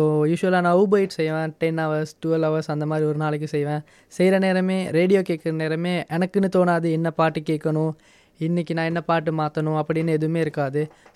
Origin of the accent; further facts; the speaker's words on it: Sri Lanka; So நான் வந்து ஸ்ரீலங்காவில் பிறந்து வளர்ந்தவன்.